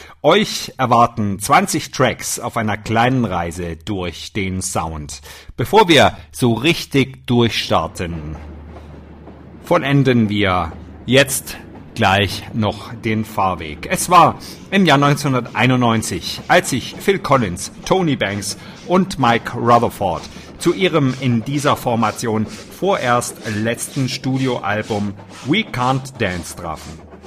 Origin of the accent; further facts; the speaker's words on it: Ulm, Baden-Württemberg, Germany; ich komme aus Ulm